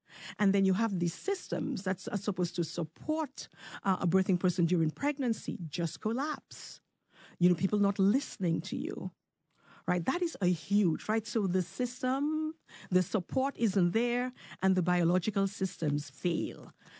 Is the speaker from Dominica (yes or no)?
yes; Dominica; I grew up in Dominica. That's a Black country.